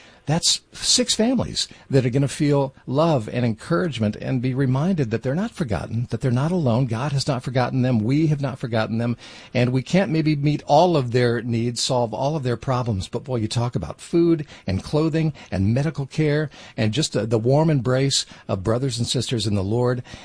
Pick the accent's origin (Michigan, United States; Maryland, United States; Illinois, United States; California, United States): Michigan, United States; Detroit; I grew up in the Detroit area as well.